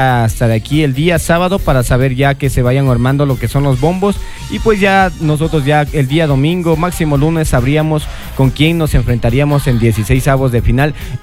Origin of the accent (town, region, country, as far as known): Ecuador